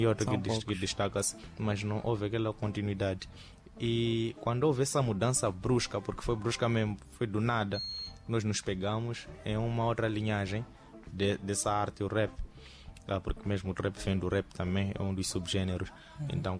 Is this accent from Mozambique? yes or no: yes; Mozambique